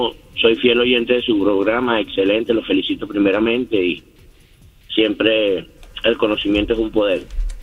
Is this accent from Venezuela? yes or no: yes; Venezuela; moved away; tengo muy poco tiempo en este país, soy de Venezuela, ¿verdad? Y nosotros nos trajeron por un programa de reasentamiento familiar